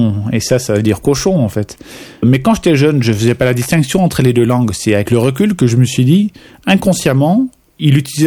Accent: Netherlands; first language Dutch; French is a second language; now in Savoie, France; J'ai grandi aux Pays-Bas, étant donné que je suis né d'une mère savoyarde et un père hollandais. Bon, ça fait que j'ai grandi entre deux cultures.

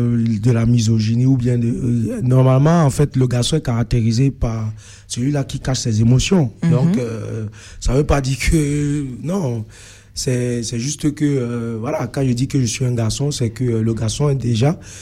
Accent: Cameroon; moved away as an adult; now in France; mon pays d'origine au Cameroun.

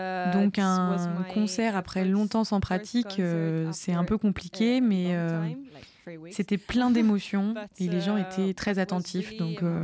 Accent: Milan, Lombardy, Italy; born there; French is a second language; now in Bologna, Italy; Je suis née à Milan et maintenant j'habite en Bologne. J'ai vécu à Milan 10 ans et j'ai déménagé pour commencer mes études et commencer à faire du chant jazz.

